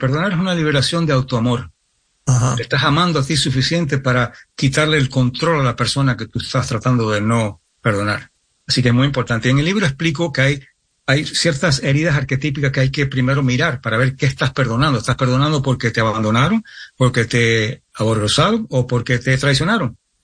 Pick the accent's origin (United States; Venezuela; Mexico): United States; New York; Cuando yo me crié en Nueva York y vivía en un barrio donde no había muchos hispanos, mi familia es de España, pero hispanos.